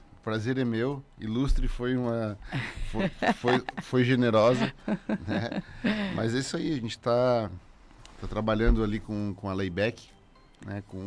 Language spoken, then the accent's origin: Portuguese; Florianópolis, Santa Catarina, Brazil; also born or lived in Criciúma; Eu nasci em Criciúma, né? Me criei em Florianópolis.